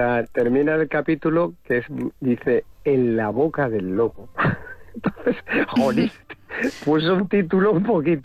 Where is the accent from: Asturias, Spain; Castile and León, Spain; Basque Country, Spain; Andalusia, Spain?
Andalusia, Spain; las tormentas en mi pueblo y en la zona del altiplano